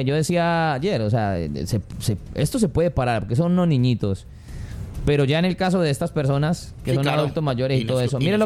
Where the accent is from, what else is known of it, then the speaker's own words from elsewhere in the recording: Colombia; todos somos colombianos y todos tienen derecho a opinar y así lo soy yo.